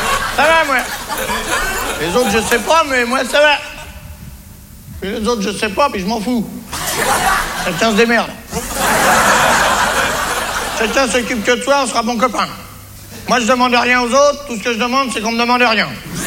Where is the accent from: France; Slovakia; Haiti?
France